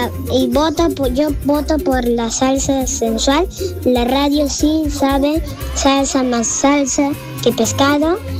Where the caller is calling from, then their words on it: Ate, Lima, Peru; soy de ATE.